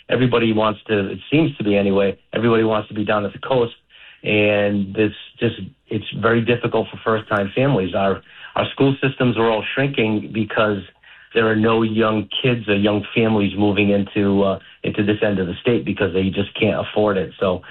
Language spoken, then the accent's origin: English; North Providence, Rhode Island, United States; now in Narragansett, United States